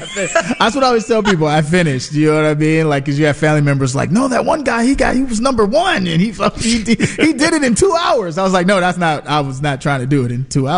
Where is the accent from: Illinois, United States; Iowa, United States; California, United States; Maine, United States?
Illinois, United States; Chicago; I got to do Chicago, you know, my hometown, just to be here, see the city, see the people